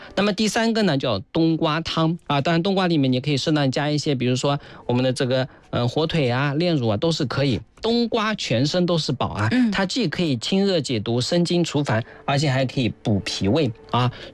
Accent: China

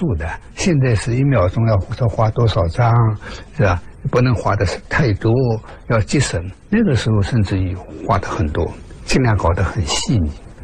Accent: Wuxi, Jiangsu, China; 那么他是无锡人，我也是无锡人。

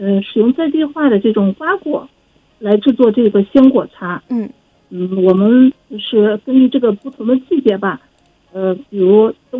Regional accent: Xinjiang, China; 因为江就代表了咱们新疆，来自新疆嘛，是我们生长热爱的这片土地

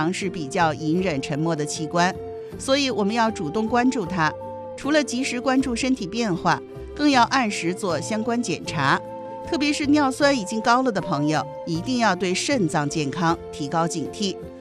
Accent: China; 我们中国人

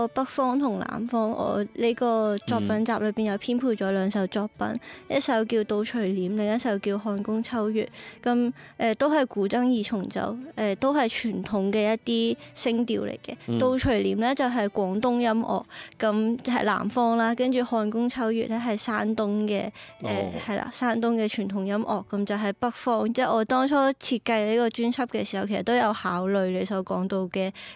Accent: Macau; 咁我始終我係澳門人啦，咁即係我都係呢個大灣區長大，咁我覺得即係都係我最熟悉嘅語言同埋最熟悉嘅一個音樂體系咯。

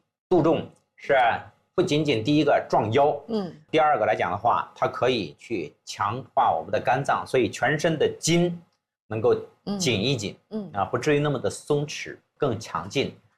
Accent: Hebei, China; accent: Hebei dialect; 我们河北话

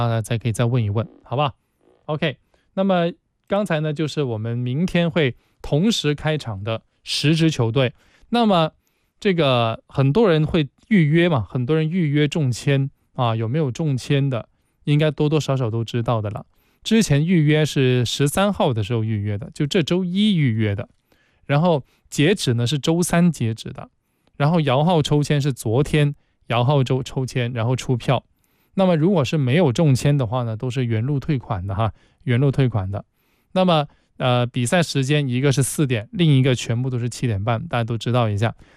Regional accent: Maoming, Guangdong, China; 是茂名啊，家乡啊，我的家乡队茂名

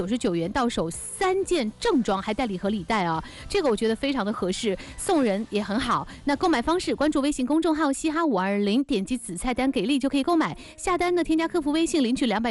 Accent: Huainan, Anhui, China; 下一场在9月30号是在淮南，我的老家，

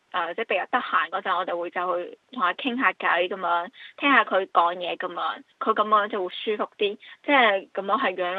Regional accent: Shenzhen, Guangdong, China; moved away; also born or lived in Hong Kong; 因为我本身小时候就是深圳那边的，后面先来了香港，所以我的普通话和粤语都是 OK，

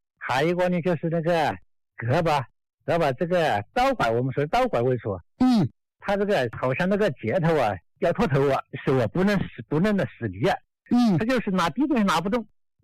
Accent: Xiantao, Hubei, China; 我是仙桃张沟，张沟镇三通村齐走。

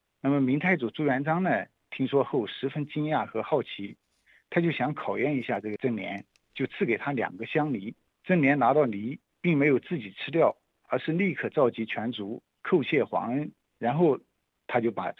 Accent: China

